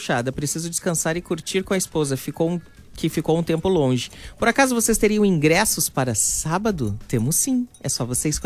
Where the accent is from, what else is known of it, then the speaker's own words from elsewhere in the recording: Canoas, Rio Grande do Sul, Brazil; sou de Canoas, indo pro trabalho escutando a Mix, sou motorista de carreta.